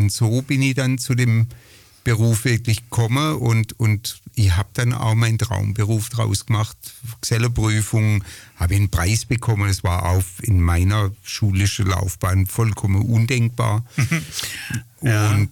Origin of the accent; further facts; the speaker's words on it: Pforzheim, Baden-Württemberg, Germany; bin am 20. April 1963 in Pforzheim als zweiter Sohn eines selbstständigen Maler- und Lackierermeisters geboren worden